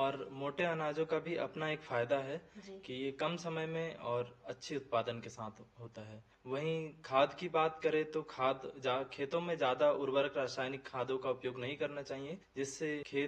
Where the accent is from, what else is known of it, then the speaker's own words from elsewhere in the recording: Ranipur, Madhya Pradesh, India; मेरा गांव ग्राम रानीपुर पड़ता है और तहसील घोरा डूंगरी पड़ती है, वहीं पास में मेरा गांव हीरावाड़ी है।